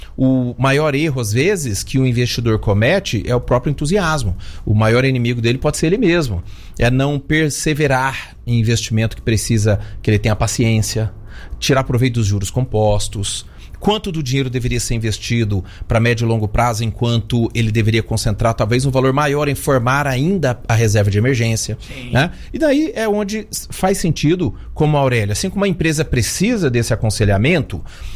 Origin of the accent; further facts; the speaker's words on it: Brazil; Nós só somos brasileiros como, por causa do movimento de alguém antes de nós. Algum antepassado veio para o Brasil.